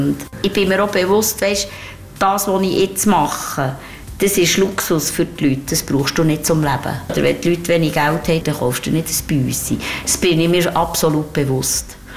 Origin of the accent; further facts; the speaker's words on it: Burgdorf, Bern, Switzerland; moved away; also born or lived in French-speaking Switzerland; Ich bin eine Vollblutbürtlerin, bin hier aufgewachsen